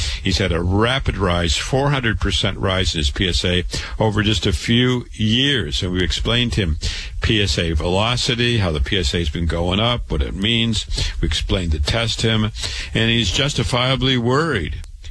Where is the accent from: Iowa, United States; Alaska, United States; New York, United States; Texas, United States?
Iowa, United States; Waterloo; I was born and raised in Waterloo, Iowa.